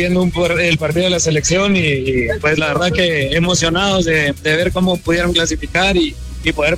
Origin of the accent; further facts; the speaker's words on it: Guatemala; como guatemaltecos nos tenemos que apoyar